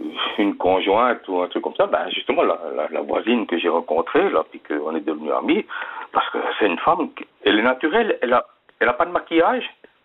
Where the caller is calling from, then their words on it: Neuchâtel, Switzerland; De Neuchâtel